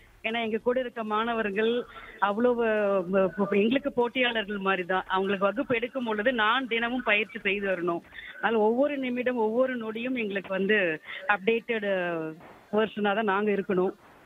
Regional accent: Tiruchengode, Tamil Nadu, India; also born or lived in Salem; நான் திருச்செங்கோடு தான். நான் பிறந்தது சேலம், அணியனூர்.

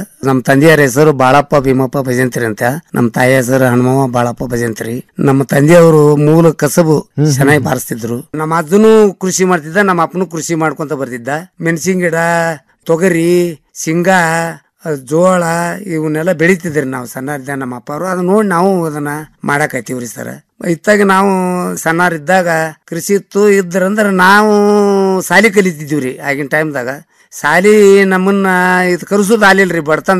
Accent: Karnataka, India; born there; ನಮ್ಮ ಹಳ್ಳಿ ಬಾಬು ಇದ್ರಿ ಸರ್, ದೇಸ್ಗತಿ ಹಳ್ಳಿ.

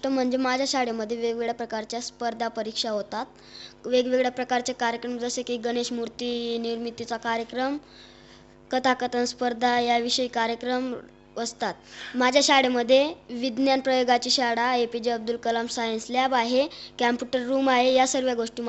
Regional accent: Nikumbhe, Maharashtra, India; निकुंभ्याला.

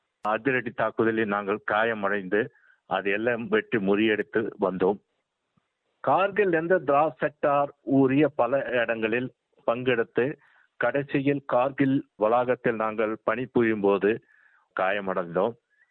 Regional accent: Tamil Nadu, India; born there; moved away as an adult; தாம்பட்டி கிராமத்தில் பிறந்தேன்.

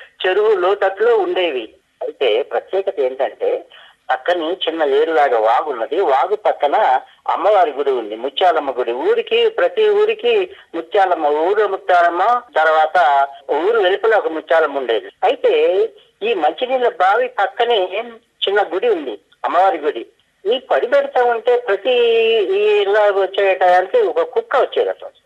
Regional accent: Kakarla, Andhra Pradesh, India; నాకు మా ఊరండి, కాకర్లని, మాది సొంత ఊరు కాకర్లు.

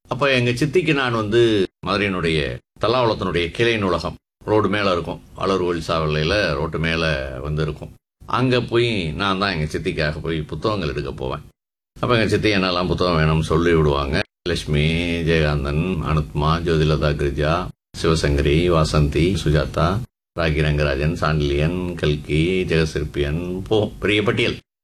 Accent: Madurai, Tamil Nadu, India; அப்போ தலாகுளம் தான் என்னுடைய பூர்வீகம். நான் படித்ததெல்லாம் பெரும்பாலும் தலாகுளத்தில் படித்தேன்.

